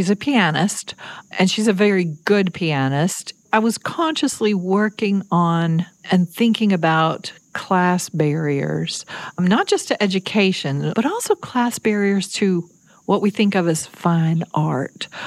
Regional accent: Kentucky, United States; And finally in Lexington was an hour and a world away from where I grew up in Kentucky.

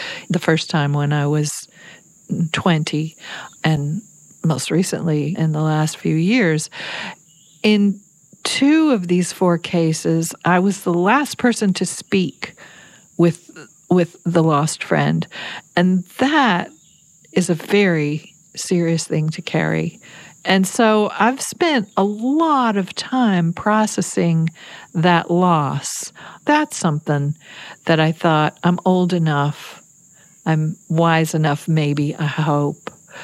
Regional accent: Kentucky, United States; born or raised there

